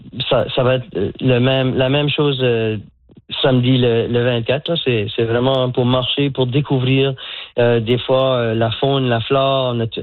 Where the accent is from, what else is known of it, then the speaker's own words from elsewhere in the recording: Moncton, New Brunswick, Canada; first language French; moved away as an adult; now in Nova Scotia, Canada; je suis originaire de Moncton, puis j'ai travaillé presque exclusivement en anglais depuis que je suis en Nouvelle-Écosse. Ça fait presque 40 ans. Alors, moi, ma vie, ça se passe en français. On ne parle qu'en français à la maison.